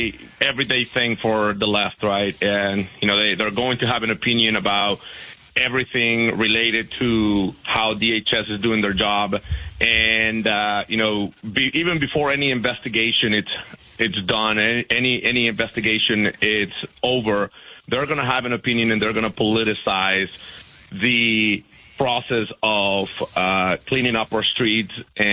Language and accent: English; Georgia, United States; born or raised there